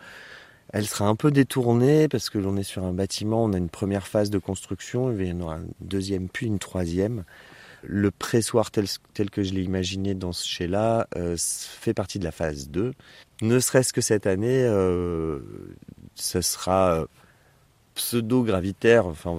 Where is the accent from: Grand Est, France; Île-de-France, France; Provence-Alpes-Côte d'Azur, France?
Provence-Alpes-Côte d'Azur, France; now in Bay of Mont-Saint-Michel, France; Je suis originaire du Var, qui n'a rien à voir